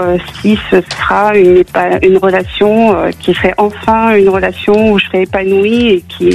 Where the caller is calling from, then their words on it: Le Puy-en-Velay, Auvergne-Rhône-Alpes, France; Alors, j'appelle du Puy-en-Velay.